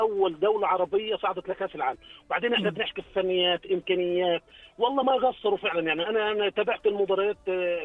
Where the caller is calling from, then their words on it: Egypt; أنا مصري وعاشق للأردن وزوجتي أردنية